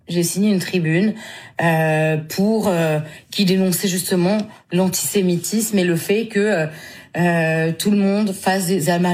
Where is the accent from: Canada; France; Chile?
France; moi, je suis française, je suis pas israélienne.